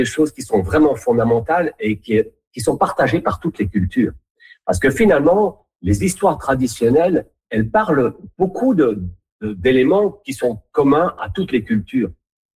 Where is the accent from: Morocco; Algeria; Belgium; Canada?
Belgium; nous sommes marqués par la culture du lieu dans lequel on vit, on grandit, puisque moi j'ai grandi en Belgique.